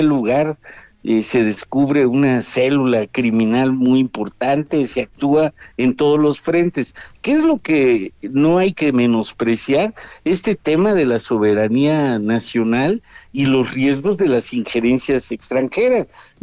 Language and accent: Spanish; Veracruz, Mexico; No, fíjate que yo soy de Veracruz y yo siempre estoy acostumbrado a la soberanía nacional, el pueblo veracruzano cuatro veces heroico